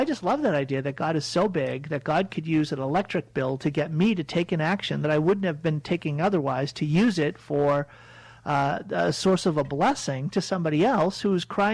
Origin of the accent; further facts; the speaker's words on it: Boston, Massachusetts, United States; I'm from Boston, and we